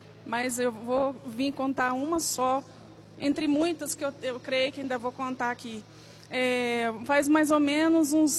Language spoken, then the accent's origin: Portuguese; Campos Gerais, Minas Gerais, Brazil; Eu vim de Campos Gerais, Minas Gerais.